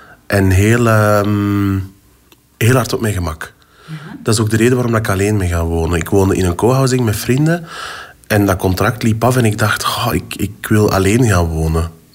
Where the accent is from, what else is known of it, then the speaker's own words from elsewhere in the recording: Ostend, Flanders, Belgium; now in Antwerp, Belgium; Ik ben opgegroeid in Oostende en ik vond Antwerpen altijd een superleuke stad.